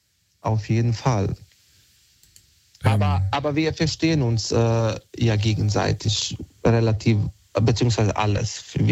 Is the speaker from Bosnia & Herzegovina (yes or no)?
yes; Bosnia & Herzegovina; first language Bosnian; German is a second language; now in Germany; dass ich immer noch meine Muttersprache spreche, beziehungsweise Bosnisch mit Eltern, mit, keine Ahnung, Tante, Onkel